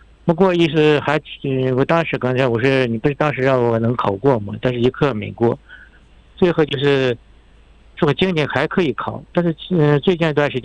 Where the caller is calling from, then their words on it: Hohhot, Inner Mongolia, China; 我是呼和浩特的